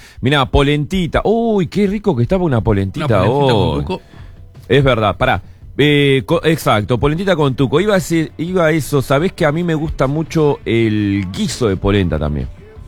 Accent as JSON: {"language": "Spanish", "region": "Montevideo", "country": "Uruguay", "tie": "born there", "also_born_or_lived": "Bella Unión, Artigas, Uruguay", "said": "mi viejo, cuando vinimos del norte, vinimos de Bella Unión, el primer laburo que estuvo fue en el cuartel Florida, ahí en Punta de Rieles"}